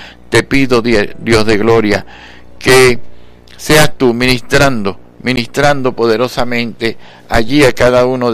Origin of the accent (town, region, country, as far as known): Venezuela